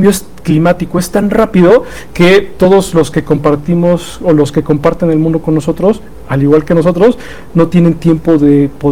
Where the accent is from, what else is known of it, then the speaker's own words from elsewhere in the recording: Mexico; A veces como mexicanos, cuando estamos a lo mejor abrazando a un mezquite, no nos damos cuenta de lo antiguo que es ese organismo